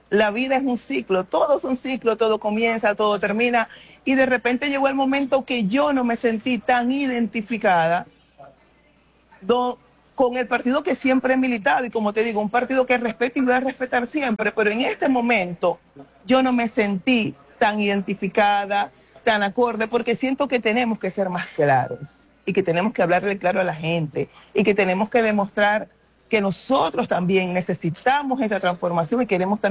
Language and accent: Spanish; Zulia, Venezuela; como venezolana, como madre, como zuliana